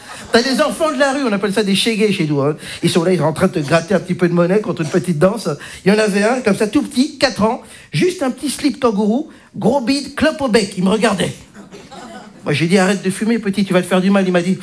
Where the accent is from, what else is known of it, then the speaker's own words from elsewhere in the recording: Belgium; also born or lived in Zaire; Donc, je suis belge, hein, je représente donc la Belgique ce soir.